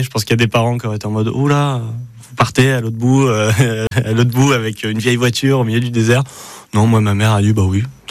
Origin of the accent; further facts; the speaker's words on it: Nîmes, Occitanie, France; moved away as an adult; now in Aix-en-Provence, France; Depuis que je suis parti à Aix-en-Provence faire mes études, depuis que je suis parti, je suis encore plus amoureux de Nîmes, plus content quand j'y reviens